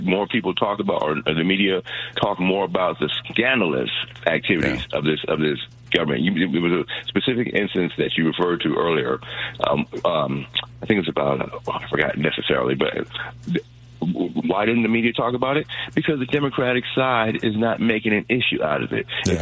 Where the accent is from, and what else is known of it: California, United States